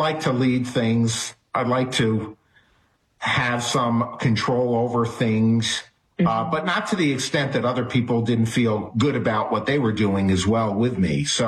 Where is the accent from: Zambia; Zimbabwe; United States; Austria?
United States; Allentown, Pennsylvania; daughter here in Allentown, Pennsylvania, is where we reside for part of the year now. But this has been my hometown.